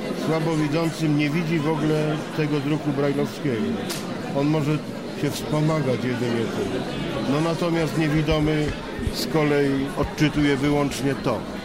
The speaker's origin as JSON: {"language": "Polish", "town": "Ostrów Wielkopolski", "region": "Greater Poland Voivodeship", "country": "Poland", "said": "Z Ostrowa Wielkopolskiego."}